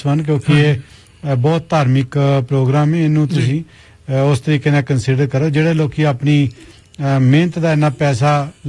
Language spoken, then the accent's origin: Punjabi; Amritsar, Punjab, India; ਜਿੱਦਾਂ ਤੁਸੀਂ ਵੀ ਅੰਮ੍ਰਿਤਸਰ ਸ਼ਹਿਰ ਚ ਮੈਂ ਵੀ ਸ਼ਹਿਰ ਚ ਜੰਮਿਆ ਪਲਿਆ